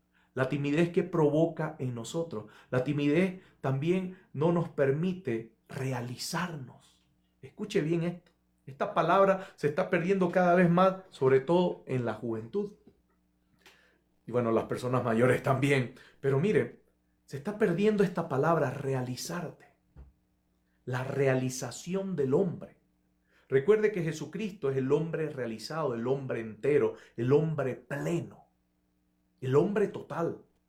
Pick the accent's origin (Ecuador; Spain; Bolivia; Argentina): Bolivia; Santa Cruz de la Sierra, Santa Cruz; en mi ciudad, en Santa Cruz de la Sierra, es famosa la carne asada